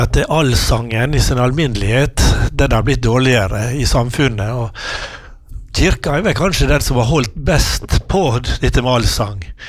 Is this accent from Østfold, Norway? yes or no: no; Ålesund, Møre og Romsdal, Norway; Jeg var født I Skaregata I byen, så jeg skikkelig innfødt Ålesund. men jeg var ikke mer enn ett. Eller nesten to år da flyttet vi inn på Voldsdalsberga da, I 1952